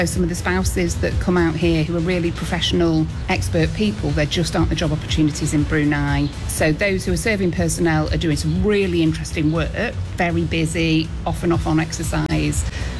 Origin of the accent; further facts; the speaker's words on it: Stockport, North West England, United Kingdom; I mean, I'm from Stockport, and it gets about 18 and everybody's got a strappy top and some flip-flops on.